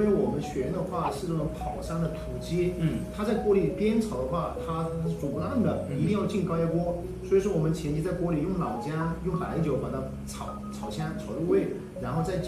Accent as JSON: {"language": "Chinese", "town": "Changsha", "region": "Hunan", "country": "China", "said": "我是万城人。"}